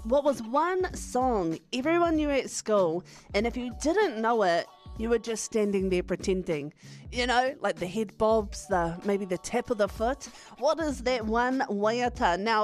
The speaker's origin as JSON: {"language": "English", "town": "Te Awamutu", "region": "Waikato", "country": "New Zealand", "tie": "born or raised there", "said": "Back when I grew up in Te Awamutu"}